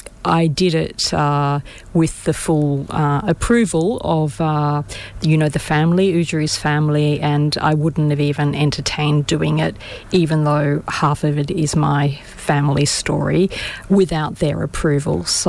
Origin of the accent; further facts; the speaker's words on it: Brisbane, Queensland, Australia; I grew up in Brisbane, I guess. Well, I moved to Brisbane when I was about 7, so I spent, part of the 70s and then the rest of the time in Brisbane, other than moving overseas for about 15 years.